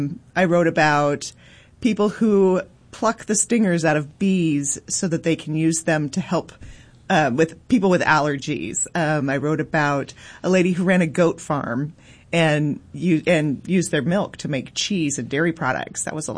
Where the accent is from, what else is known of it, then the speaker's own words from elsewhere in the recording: Spokane, Washington, United States; I am from Spokane, Washington. My family moved here when I was four. I attended Spokane schools. I went to Ferris High School.